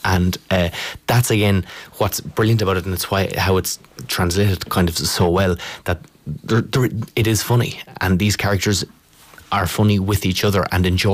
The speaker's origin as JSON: {"language": "English", "country": "Ireland", "said": "as an Irish person"}